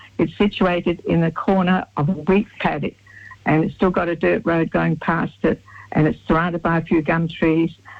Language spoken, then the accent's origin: English; South Australia, Australia; also born or lived in United Kingdom / Toronto, Canada; now in Browns Bay, New Zealand; Although I always loved living by the sea, which I now do at Browns Bay right on the beach, and I was brought up in South Australia right on the beach, living in Toronto was the first time I'd never lived right next to a beach.